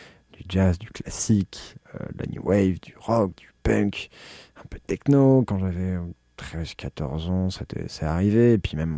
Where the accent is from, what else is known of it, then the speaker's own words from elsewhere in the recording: Paris, Île-de-France, France; en grandissant à Paris, ça s'offre très vite à toi quand même.